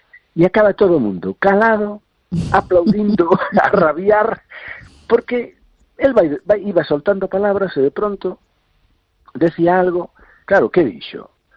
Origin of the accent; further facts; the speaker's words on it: Galicia, Spain; o seu altísimo nivel reflicte o que somos como galegos e galegas, ¿no?